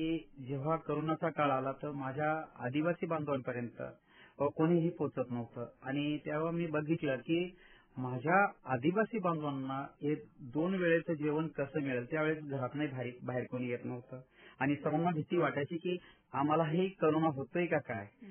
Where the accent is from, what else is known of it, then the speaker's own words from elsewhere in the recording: Varvande, Maharashtra, India; मी मूळचा माझं गाव वरवंडे आहे. मी राहुरी तालुक्यात आहे राहिला आणि मुळानगर या ठिकाणी आपण राहत असताना लहानपणी आमचं पूर्ण बचपन म्हणजे धरणाच्या कडेला गेलं.